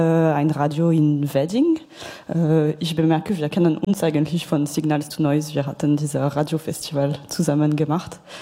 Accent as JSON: {"language": "German", "country": "Georgia", "first_language": "Georgian", "second_language": "German", "said": "Deutsch ist meine vierte Sprache, also ich entschuldige mich, wenn ich irgendwann wechseln muss."}